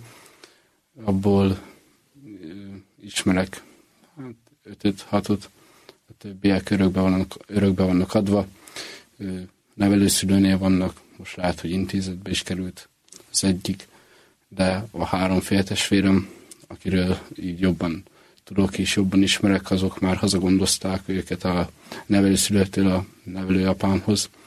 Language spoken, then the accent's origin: Hungarian; Budapest, Hungary; Hát Budapesten születtem, a 8. kerületben 2006-ban, 4. 15-én áprilisban.